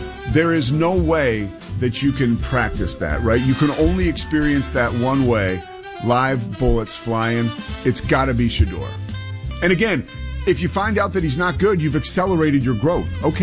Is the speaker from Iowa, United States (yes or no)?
no; Philadelphia, Pennsylvania, United States; Well, I think I'm from Philadelphia. I'm not shy about it, and I love the city.